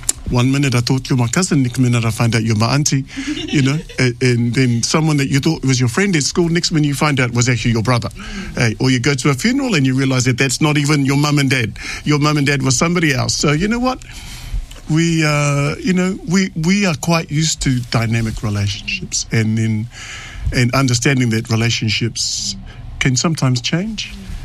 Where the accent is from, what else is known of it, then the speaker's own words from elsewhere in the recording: Rarotonga, Cook Islands; moved away as an adult; now in Wellington, New Zealand; Currently I'm living in Wellington, but I'm from Rara, from the village of Ararangi.